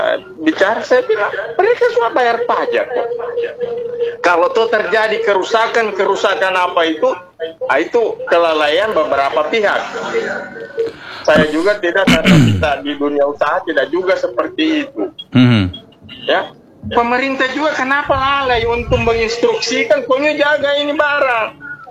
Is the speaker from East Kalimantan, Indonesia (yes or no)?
no; Bone, South Sulawesi, Indonesia; born there; now in Palu, Indonesia; Saya kan lahir di Bon. Dukung Sulawesi Selatan.